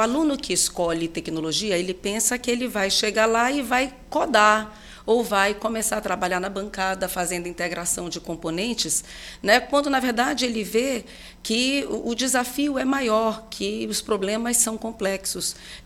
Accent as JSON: {"language": "Portuguese", "region": "Amazon", "country": "Brazil"}